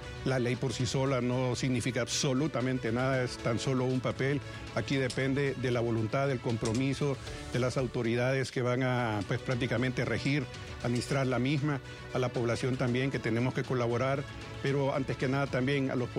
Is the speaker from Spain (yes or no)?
no; Honduras; nosotros como pueblo hondureño